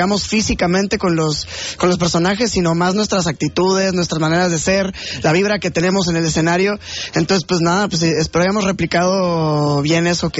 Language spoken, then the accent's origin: Spanish; Valle de Bravo, State of Mexico, Mexico; Pero justo surgió en la escuela, igual de pequeño, y vivía en Valle de Bravo, el pueblo ahí cerca del Estado de México.